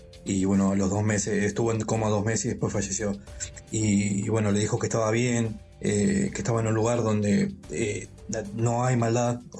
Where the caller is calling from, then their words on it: Monte Grande, Buenos Aires Province, Argentina; De zona sur, de acá de Monte Grande.